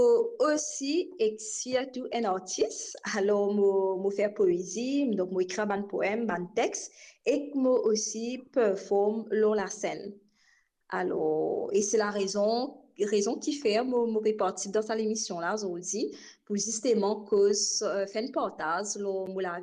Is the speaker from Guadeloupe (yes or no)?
no; Rodrigues, Mauritius; born there; je suis à Rodrigue College et dans Saint-Barnabas